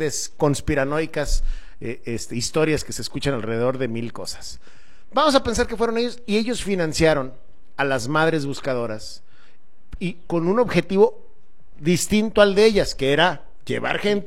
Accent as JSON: {"language": "Spanish", "country": "Mexico", "said": "¿Qué gano yo como mexicano?"}